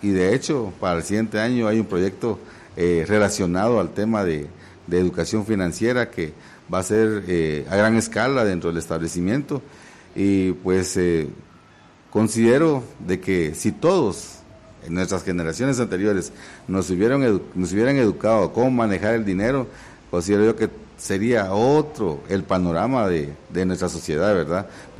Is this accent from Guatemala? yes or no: yes; San Cristóbal Verapaz, Alta Verapaz, Guatemala; Somos originarios de San Cristóbal